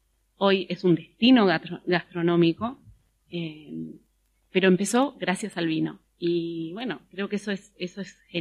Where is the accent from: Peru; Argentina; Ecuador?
Argentina; Mendoza; yo soy muy fan de Mendoza y arraigada de Mendoza